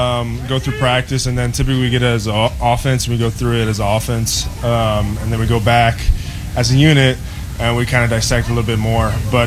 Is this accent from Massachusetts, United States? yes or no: no; Texas, United States; moved away; We're from Texas